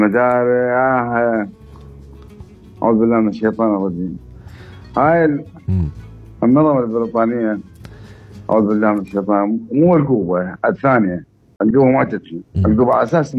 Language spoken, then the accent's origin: Arabic; Tikrit, Saladin Governorate, Iraq